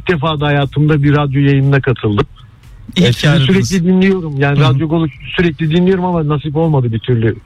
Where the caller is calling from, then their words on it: Istanbul, Turkey; İstanbul'dan arıyorum sizi. Fenerbahçe taraftarıyım. … 51 yaşındayım.